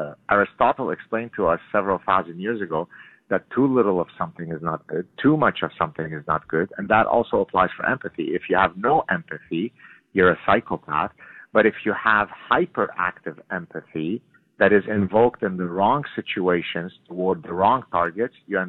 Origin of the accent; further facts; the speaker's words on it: Lebanon; now in Canada; even though I've been in Canada since the 1970s, we're originally from Lebanon, I've never acclimatized to the weather here.